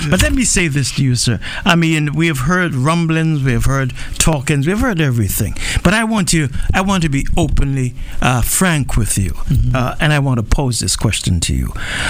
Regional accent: Antigua & Barbuda; I grew up in Graceville.

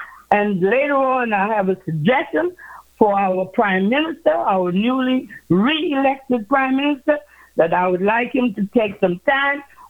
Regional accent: Antigua & Barbuda; now in Baltimore, United States; growing up in Antigua, in the Point Villa area

